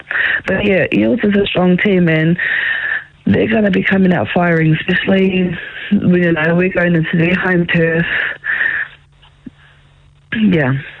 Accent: Hamilton, Waikato, New Zealand; to debut as a warrior in my hometown.

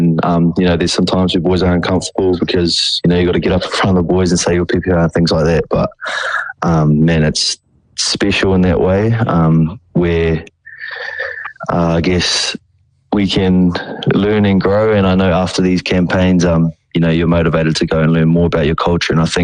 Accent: Opotiki, Bay of Plenty, New Zealand; I'm from Te Whanapunui, Te Whakatoia, Opotiki, and Omoa. It's on the east coast, Bay of Plenty. So, yeah, I'm pretty proud of being from there, yeah.

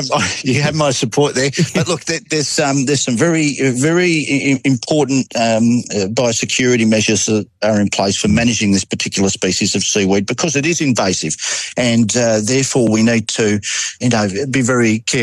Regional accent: Australia; I'm an Australian.

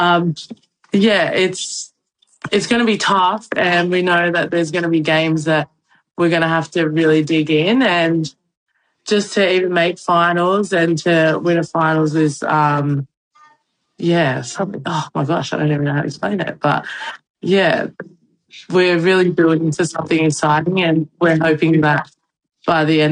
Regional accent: New South Wales, Australia; born there; I was born in New South Wales.

